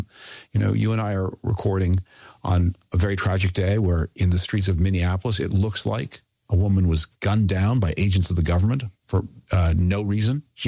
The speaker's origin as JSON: {"language": "English", "town": "Toronto", "region": "Ontario", "country": "Canada", "tie": "born or raised there", "said": "I was born in 1960. I grew up in Toronto, Canada."}